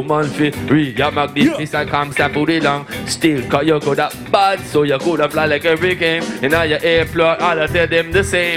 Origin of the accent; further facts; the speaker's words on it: California, United States; I'm not a Jamaican. I don't come from Jamaica. I'm right here from California. I'm going to big about California, people.